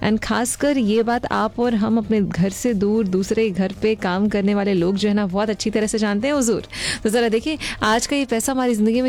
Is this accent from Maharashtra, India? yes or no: no; Raipur, Chhattisgarh, India; मैं भारत से आती हूँ, भारत के स्टेट राज्य छत्तीसगढ़ से मैं आती हूँ। छत्तीसगढ़ में रायपुर जो है वो मेरे शहर का नाम है और वैसे छत्तीसगढ़ को धान का कटोरा भी कहा जाता है।